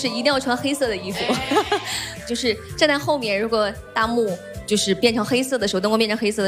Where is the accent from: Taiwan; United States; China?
China; Heilongjiang; now in Beijing, China; 我来自黑龙江，然后现在生活在北京。